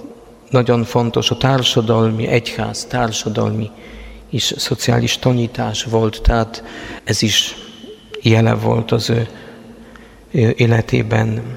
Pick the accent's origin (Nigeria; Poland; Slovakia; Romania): Poland; Hungarian is a second language; now in Hungary; A lengyel történészek, én lengyel vagyok, bevallom, vagy már most félig magyar